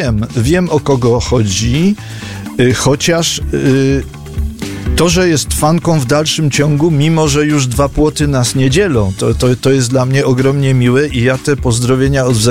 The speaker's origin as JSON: {"language": "Polish", "town": "Kraków", "region": "Lesser Poland", "country": "Poland", "tie": "born or raised there", "said": "Ja się wychowałem w czynszowej kamienicy w centrum miasta i zawsze było mi takie środowisko bliskie. Wiedziony jakimś podszeptem pewnie i małżonki, a może i modą, że dom, prawda? Myśmy się wyprowadzili na 16 lat z Krakowa do Rząski."}